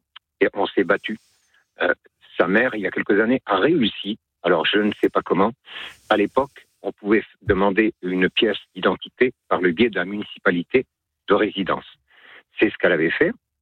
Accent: France; parce que je suis français, je suis né de parents français, je me suis battu pour la France, j'ai servi la France

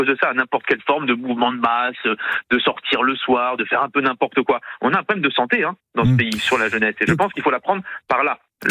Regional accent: Toulouse, Occitanie, France; Alors pour le coup, en tant que Toulousain, faut dire dans ma circonscription, il y a un boulevard.

